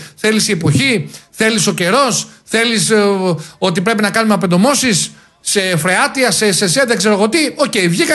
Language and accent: Greek; Greece; εμείς σαν λαός, σαν Έλληνες